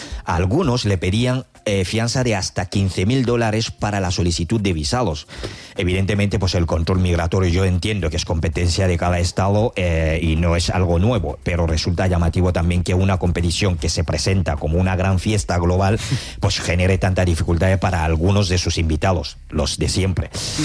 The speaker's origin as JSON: {"language": "Spanish", "country": "Cameroon", "second_language": "Spanish", "said": "Sí, hombre. Soy de Camerún."}